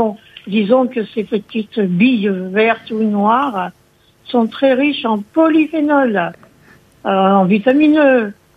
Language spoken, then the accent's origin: French; Corsica, France; Bon, c'est vrai que chez nous en Corse, on a quand même des bonnes olives, hein.